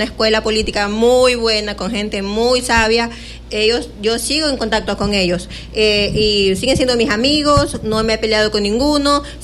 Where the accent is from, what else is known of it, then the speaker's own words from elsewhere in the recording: Quevedo, Los Ríos, Ecuador; mis quevedeños